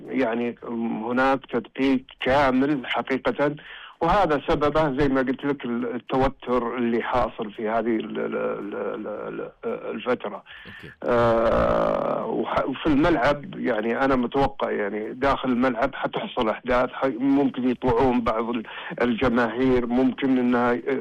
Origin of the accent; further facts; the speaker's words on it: Saudi Arabia; كلنا كسعوديين